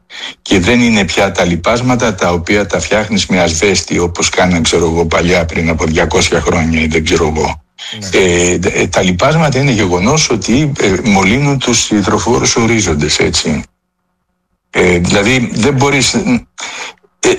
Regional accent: Athens, Attica, Greece; Εγώ πιτσιρικά θυμάμαι που μεγάλωσα στην Αθήνα, υπήρχαν περίοδοι που καίγαν τα πόμολα, έτσι, τον Ιούλιο και τον Αύγουστο.

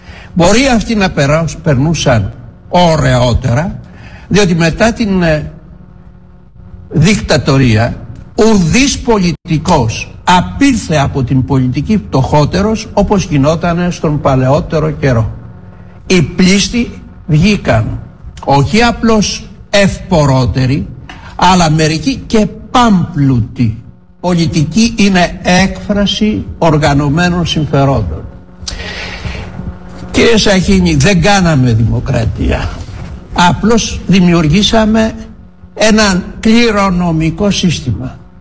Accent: Peloponnese, Greece; Στην πατρίδα μου τη Μάνη λένε το χαμηλό το γάιδαρο όλοι τον καβαλάνε.

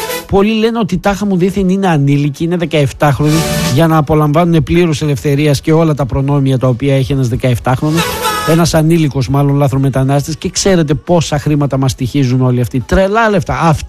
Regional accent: Greece; now in Thessaloniki, Greece; εγώ σαν Έλληνας κλείνω την επιχείρησή μου

